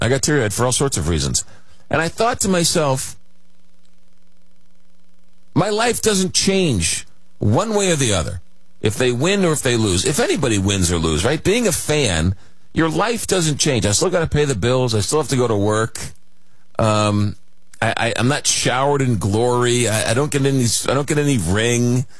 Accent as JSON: {"language": "English", "region": "New York", "country": "United States", "tie": "born or raised there"}